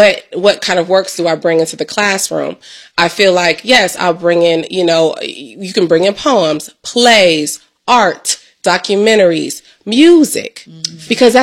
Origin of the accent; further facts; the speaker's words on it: Columbus, Ohio, United States; I am born and raised in Columbus, Ohio. Shout out to Columbus, Ohio. Proud. And I feel like I'm like a mix between the north side and the east side.